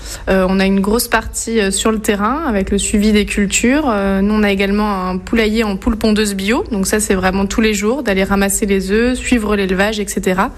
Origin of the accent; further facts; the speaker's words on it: Strasbourg, Grand Est, France; moved away as an adult; also born or lived in Toulouse; now in Aisne, France; je suis née en Alsace, j'ai grandi à Strasbourg où j'ai fait toute ma scolarité jusqu'au lycée. Et après, je suis partie à Toulouse pour faire des études d'ingénieur agricole.